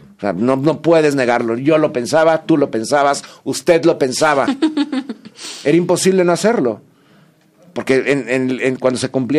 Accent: Mexico; y más siendo mexicanos

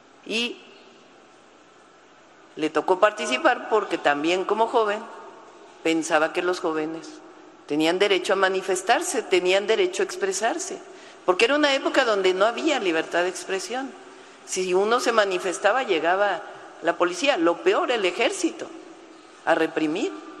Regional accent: Mexico City, Mexico; born there; Yo nací en la Ciudad de México. Tengo 63 años. Voy a cumplir 64 ya en este mes.

